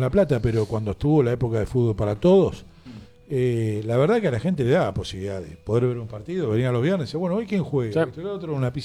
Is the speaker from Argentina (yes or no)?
yes; Argentina